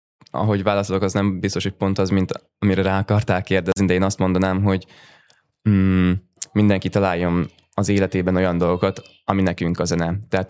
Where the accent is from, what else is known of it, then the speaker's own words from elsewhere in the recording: Gödöllő, Pest, Hungary; mi Gödöllőn nőttünk fel